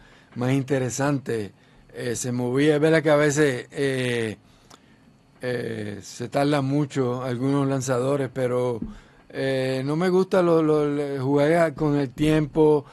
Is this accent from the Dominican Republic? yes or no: no; Puerto Rico; moved away; en Puerto Rico yo me crié con toda clase de seres humanos